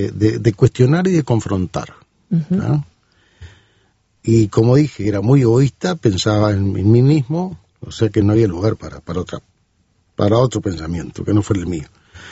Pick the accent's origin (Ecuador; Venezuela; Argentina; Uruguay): Uruguay; Mercedes, Soriano; yo no soy de Montevideo, soy del interior del país.